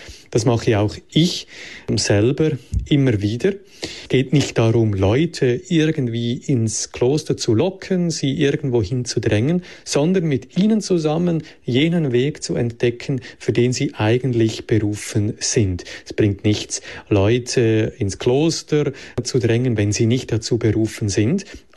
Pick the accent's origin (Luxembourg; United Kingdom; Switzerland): Switzerland; Ich bin ehrlich gesagt sehr, sehr positiv gestimmt, was die Zukunftsmöglichkeiten der Kirche auch bei uns in der Schweiz angeht.